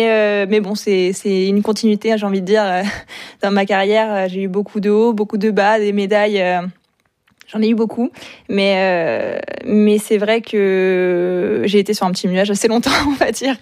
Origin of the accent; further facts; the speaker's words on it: La Chapelle-la-Reine, Île-de-France, France; Alors moi, je viens de La Chapelle-la-Reine.